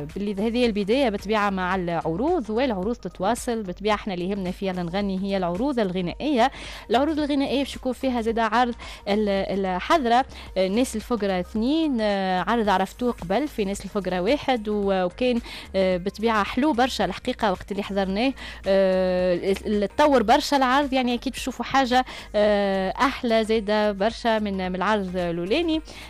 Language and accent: Arabic; Tunisia; accent: Tunisian; لهجتنا التونسية